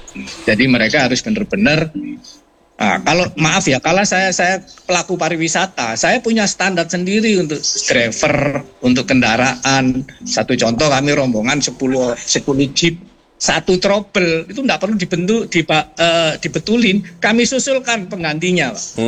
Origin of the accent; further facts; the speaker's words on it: Malang, East Java, Indonesia; Dan ya maaf, walaupun saya orang Malang sendiri, yang kurang tertib itu di kawasan Malang memang.